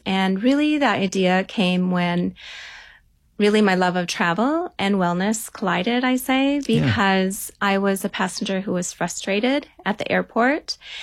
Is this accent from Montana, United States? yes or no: yes; Billings, Montana, United States; I actually grew up in Billings, Montana